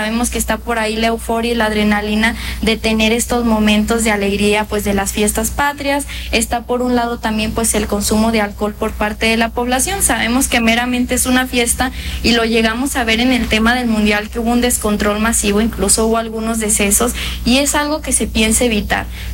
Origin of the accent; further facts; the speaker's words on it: Mexico; la felicidad de todos nosotros como mexicanos.